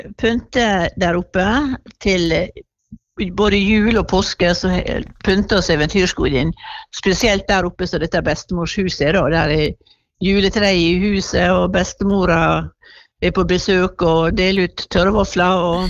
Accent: Netherlands; now in Norway; da er jeg fra Nederland.

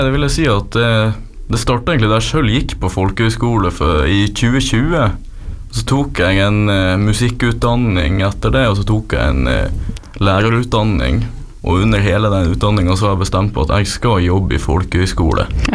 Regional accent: Northern Norway, Norway; Jo, til dels nordlending, ja.

